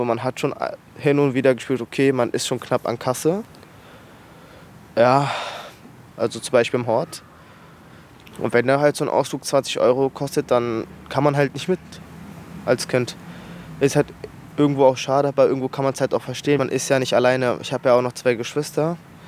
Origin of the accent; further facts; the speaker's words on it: Berlin, Germany; Also ich bin 18 Jahre alt, bin morbid groß geworden. Ich bin auch hier geboren in Berlin. Also es ist natürlich schon meine Heimat hier.